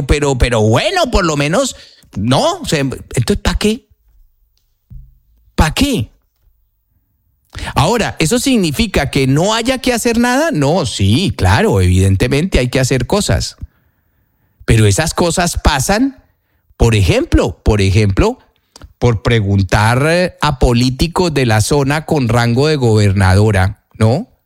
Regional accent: Colombia; pero somos buenos colombianos. Yo estoy seguro que sí, que somos buenos colombianos.

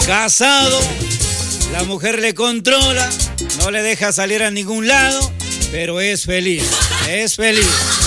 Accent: Ecuador; Así somos los ecuatorianos, trabajadores.

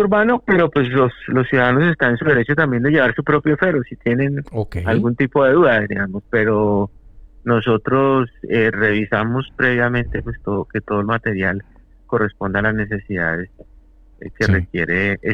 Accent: Colombia

